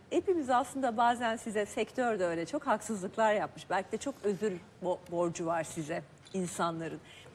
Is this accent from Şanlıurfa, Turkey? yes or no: no; Ankara, Turkey; Ay ben de Ankaralıyım. Siz Çankaya İlkokulu'ndan ben Halide Edip'ten evet aynı mahallede ya.